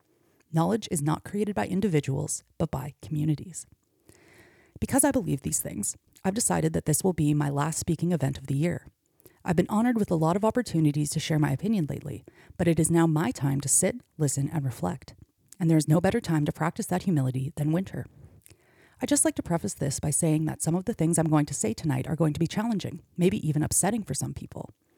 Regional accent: Meadow Lake, Saskatchewan, Canada; now in Hamilton, Canada; I am Michif Cree. I do not know my clan. I'm from Saskatchewan, Meadow Lake specifically, and I now live in Dish With One Spoon territory in Hamilton.

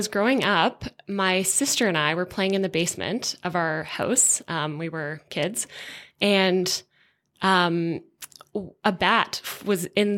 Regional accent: Hamilton, Ontario, Canada; In Southern Ontario, in Hamilton.

